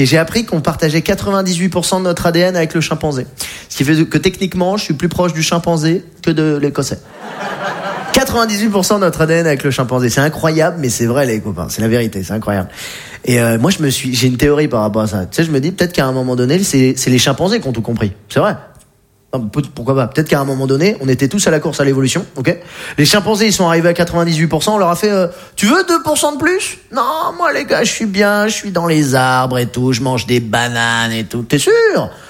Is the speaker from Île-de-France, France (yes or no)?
yes; Rambouillet, Île-de-France, France; Bah, moi, je suis français. Je viens de Rambouillet.